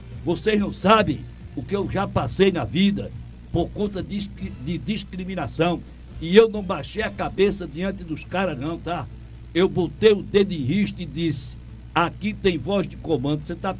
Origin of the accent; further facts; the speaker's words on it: Altinho, Pernambuco, Brazil; born there; now in Toritama, Brazil; da minha terra, onde minha mãe me pariu, Altinho